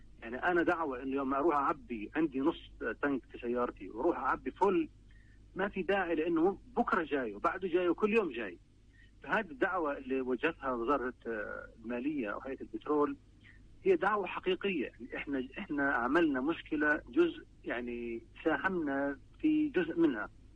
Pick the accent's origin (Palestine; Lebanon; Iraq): Palestine